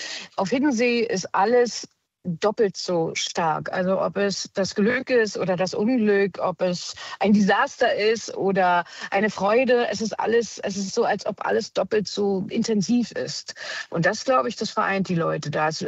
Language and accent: German; Berlin, Germany; Also erstmal bin ich Berlinerin